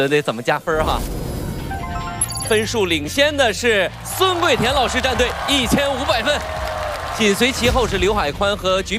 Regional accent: Northeast China, China; 哪个省没有我们东北人呢？

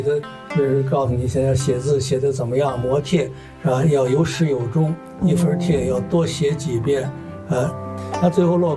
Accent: Beijing, China; born there; 所以我在北京出生，

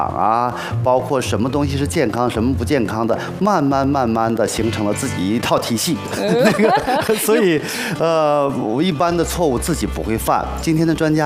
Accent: Northeast China, China; accent: Northeastern dialect; 我们说按我们东北话就是那个硬食硬赏的吃饭了，

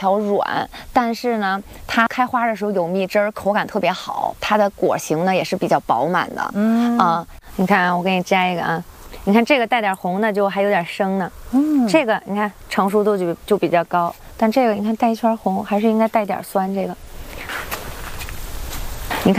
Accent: Beijing, China; moved away; 为我的家乡代言

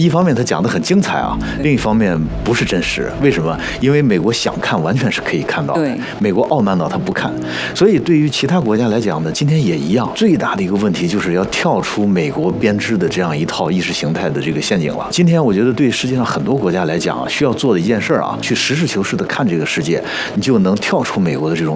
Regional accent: China

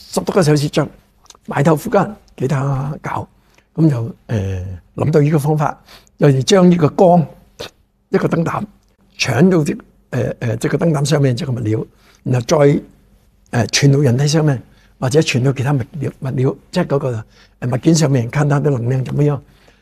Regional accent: Hong Kong; 各位观众你好，我来自香港的

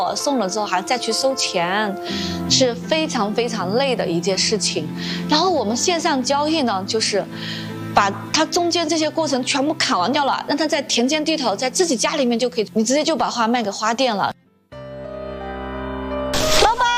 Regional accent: Dali, Yunnan, China; 我来自云南大理，今年是我做鲜花的第16年。

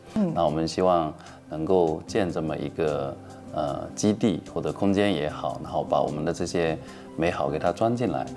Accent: Pingtan, Fujian, China; 因为我本身就是一个土生土长的平潭人

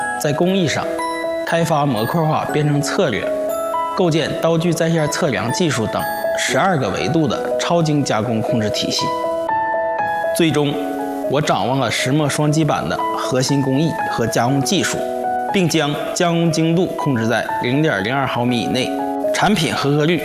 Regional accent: China; 外国人能做的，咱中国人一定能做，而且还可以做得更好。

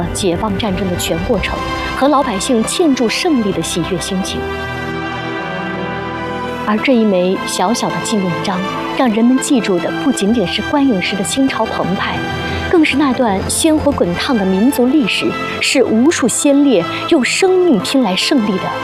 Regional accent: Heilongjiang, China; 咱们黑龙江土生土长的戏曲品种，也是咱们龙江人最爱看的

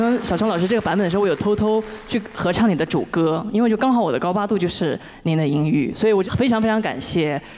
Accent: China; 我是中国人

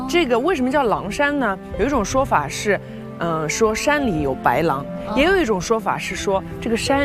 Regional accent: Nantong, Jiangsu, China; 我们南通人呢也称自己为江海儿女。

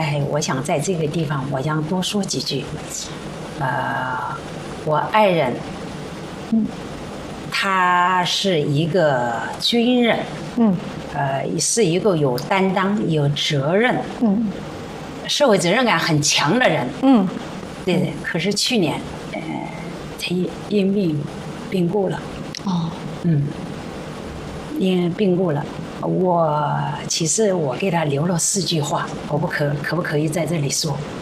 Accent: southern China, China; 因为也是这么说的，我是南方人，但是我很喜欢唱草原歌曲。

